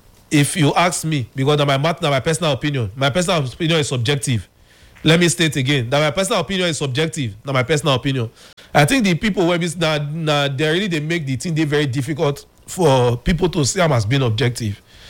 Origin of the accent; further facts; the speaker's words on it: Benin City, Edo, Nigeria; as a Benin person, for many of us, when we say we come from Benin, we reverend the king